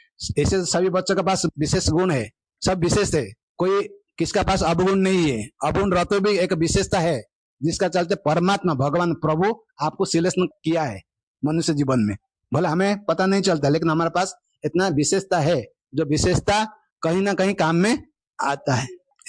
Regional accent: Odisha, India; moved away; हमारा कॉलेज हमारा गांव में नहीं रहता था उड़ीसा में सर

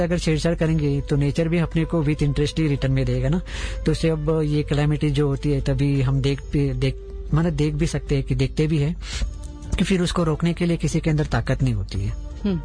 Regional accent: Mumbai, Maharashtra, India; moved away; जैसे अभी मैं मुंबई से बिलोंग करते हूँ

